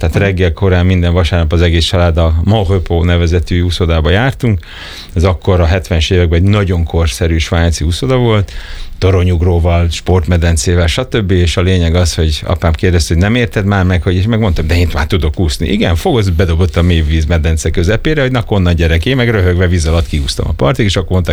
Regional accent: Hungary; also born or lived in Cape Town, South Africa; barátaim, akikkel most is tartom a kapcsolatot, de azért a zöme azért az ide kötött. És hát én inkább magyar vagyok. Talán ez azért is szerencsésebb így, mert a nevem is egy magyar családi név

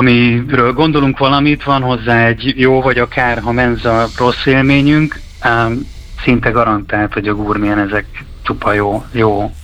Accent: Baja, Bács-Kiskun, Hungary; mert bajai vagyok

